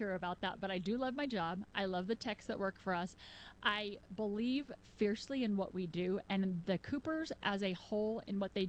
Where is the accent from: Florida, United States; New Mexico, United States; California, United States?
New Mexico, United States; Bloomfield; also born or lived in Socorro, New Mexico; I am a New Mexico girl, Northwest New Mexico. I was born in Socorro. Technically, I grew up in Bloomfield my whole life. I've been in this area my entire 51 years.